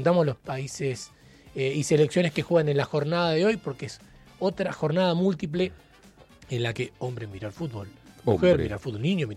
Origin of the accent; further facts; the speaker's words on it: Argentina; los que les hacemos el cuento, el tocuén, a los demás somos los argentinos